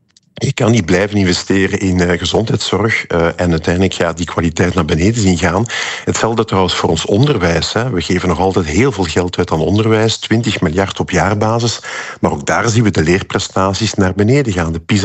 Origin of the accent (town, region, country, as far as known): Belgium